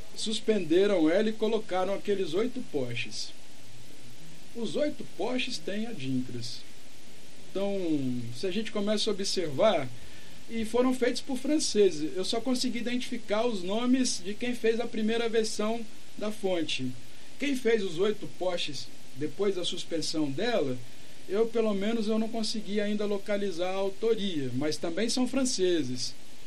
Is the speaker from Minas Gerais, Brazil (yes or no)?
yes; Belo Horizonte, Minas Gerais, Brazil; Belo Horizonte.